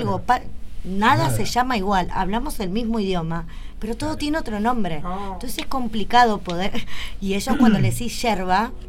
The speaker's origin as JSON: {"language": "Spanish", "country": "Argentina", "said": "Extrañamos la carne, o sea, como argentinos carnívoros"}